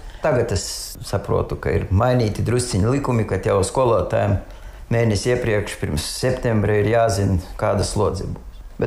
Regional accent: Rimicāni, Preiļi Municipality, Latvia; Es no Rimicāniem nāku. Tepat Preiļu novadā.

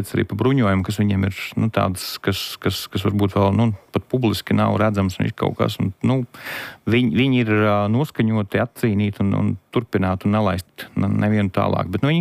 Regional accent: Latgale, Latvia; es pats esmu no Latgales

